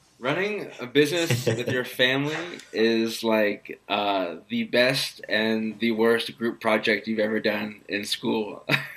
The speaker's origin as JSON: {"language": "English", "country": "Singapore", "tie": "born or raised there", "moved": "as an adult", "said": "growing up in Singapore"}